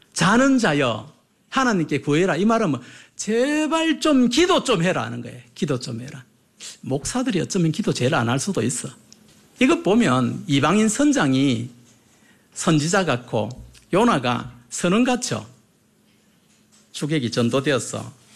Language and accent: Korean; Busan, South Korea; moved away as an adult; now in Jeolla, South Korea; 저는 부산 사람인데